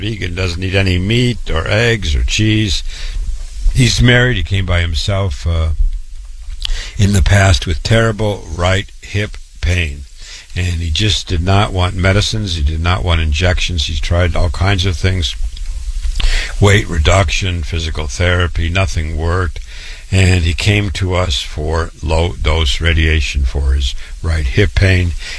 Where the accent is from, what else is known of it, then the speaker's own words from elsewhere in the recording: Waterloo, Iowa, United States; born and raised in Waterloo, Iowa, went to public school, university, MD at 25